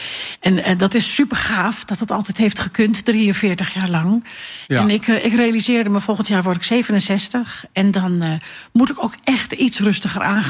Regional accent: Alkmaar, North Holland, Netherlands; also born or lived in Schagen; En eigenlijk hebben we dat gelinkt aan de jaren 70, waar mijn jeugd ligt in Alkmaar en in Schagen.

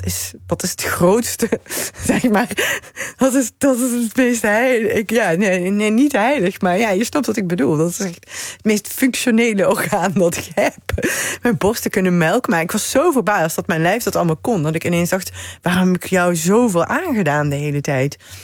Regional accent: Limburg, Netherlands

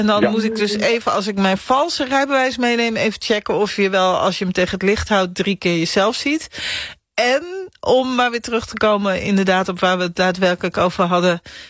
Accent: Zaanstad, North Holland, Netherlands; now in Kampen, Netherlands; ik kom uit Zaanstad. Waar wij altijd luilak vierden.

